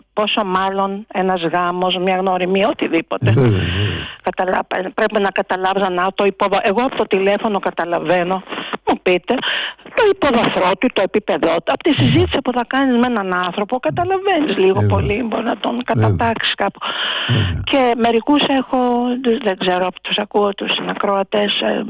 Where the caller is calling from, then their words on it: Porto Rafti, Attica, Greece; Είμαι από το Πορτοράφτη